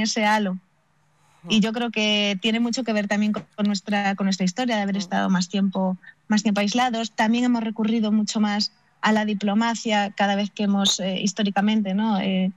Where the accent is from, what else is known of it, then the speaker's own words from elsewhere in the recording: Santiago de Compostela, Galicia, Spain; nuestra mirada, yo siempre digo que es una mirada atlántica, marcada mucho, en mi caso de Santiago, por el propio Camino de Santiago